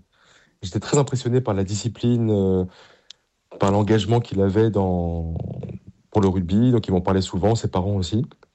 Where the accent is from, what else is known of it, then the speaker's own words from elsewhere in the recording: Paris, Île-de-France, France; Alors moi, je viens d'une famille du Sud-Ouest. Et même si j'ai grandi à Paris, mais j'ai beaucoup de cousins dans le Sud-Ouest qui ont fait du rugby, qui m'en parlaient.